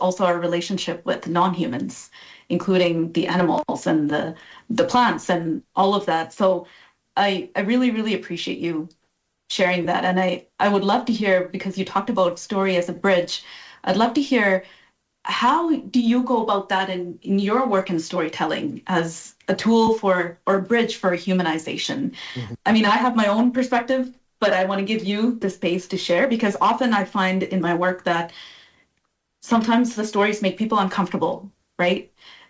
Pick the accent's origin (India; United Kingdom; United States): India; South India; born there; Like I think about my childhood. I was born in South India.